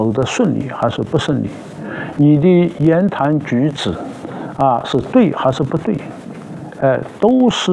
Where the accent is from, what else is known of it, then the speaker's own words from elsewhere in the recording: China; 我们中国人特别重视心